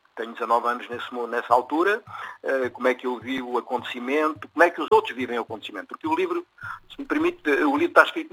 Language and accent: Portuguese; France; aqui somos franceses, sou francês, obviamente.